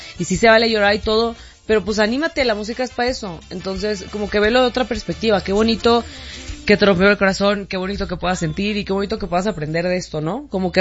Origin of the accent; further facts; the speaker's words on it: Tampico, Tamaulipas, Mexico; yo soy de Tampico, Tamaulipas, pues yo sí crecí mucho escuchando el norteño.